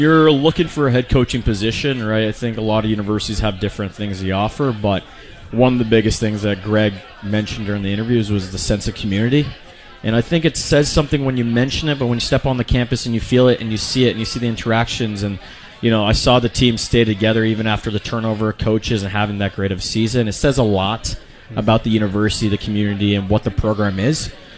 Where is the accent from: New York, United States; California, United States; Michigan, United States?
California, United States; Los Angeles; also born or lived in San Francisco; I'm from Los Angeles originally, and it took me all the way up to San Francisco going to school there for 2 years.